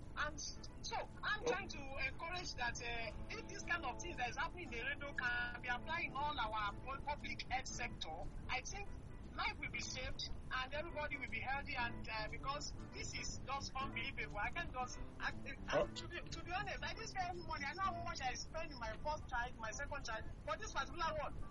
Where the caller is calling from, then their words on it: Eredo, Nigeria; I'm from Eredo.